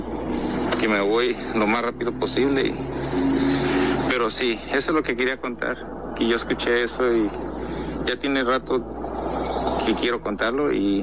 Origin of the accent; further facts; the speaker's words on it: Morelos, Mexico; now in Arizona, United States; soy de Arizona, originalmente de Morelos.